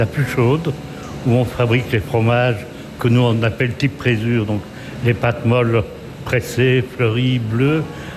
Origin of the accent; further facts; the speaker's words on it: Bastogne, Wallonia, Belgium; born there; also born or lived in Digny; Je suis flamand d'origine, né à Bastogne. J'habitais longtemps à Digny.